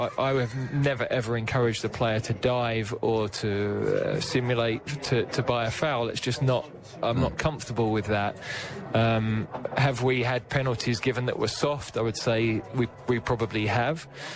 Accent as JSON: {"language": "English", "region": "England", "country": "United Kingdom", "said": "that's not what I would expect as an Englishman of people, you know, in a privileged position to go and watch."}